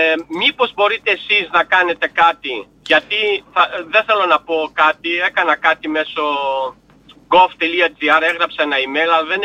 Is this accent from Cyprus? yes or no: no; Munich, Bavaria, Germany; Εγώ μεγάλωσα εδώ, έτσι, είμαι η δεύτερη γενιά, η κόρη μου είναι η τρίτη, τα εγγόνια μου είναι η τέταρτη.